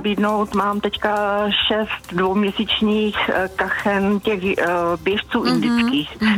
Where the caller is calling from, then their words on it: Pardubice Region, Czechia; Mezi Chrudimi a Pardubicemi.